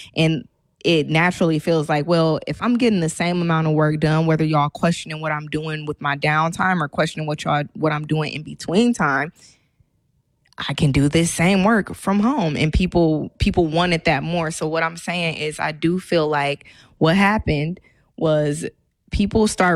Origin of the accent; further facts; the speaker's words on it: Milwaukee, Wisconsin, United States; When I came from the North Side